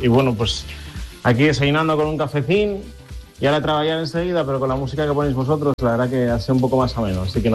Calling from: Oviedo, Asturias, Spain; desde Asturias, desde Oviedo.

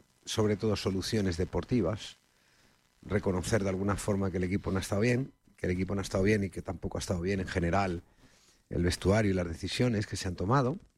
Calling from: Valencia, Valencian Community, Spain; Valencia estoy, sí, buenas tardes.

